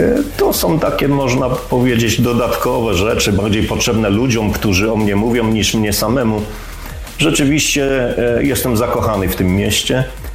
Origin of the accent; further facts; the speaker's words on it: Mogilno, Kuyavian-Pomeranian Voivodeship, Poland; born there; now in Inowrocław, Poland; Nie jestem urodzony Inowrocławianinem. Wszyscy się dziwią właśnie. Urodziłem się w Mogilnie, czyli niedaleko, Żabiskok, ale od 1988 roku przeprowadziłem się do Inowrocławia, tutaj się ożeniłem, tutaj zamieszkałem